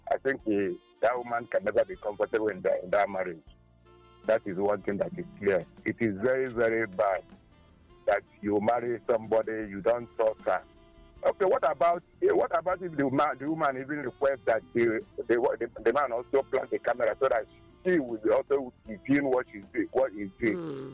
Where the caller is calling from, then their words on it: Enugu, Enugu State, Nigeria; I'm calling from Enugu.